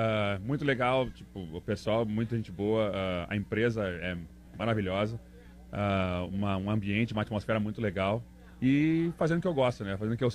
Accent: Brazil; moved away; quando a gente veio do Brasil, ele gosta de jogar futebol, E aqui a gente sabia que era cidade de futebol.

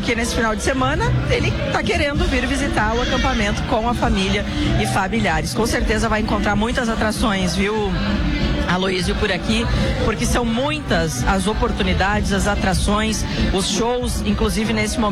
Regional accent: Rio Grande do Sul, Brazil; para nós que somos gaúchos.

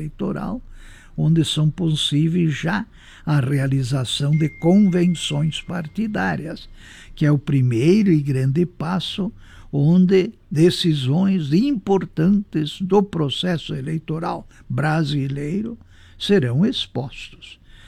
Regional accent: Brazil

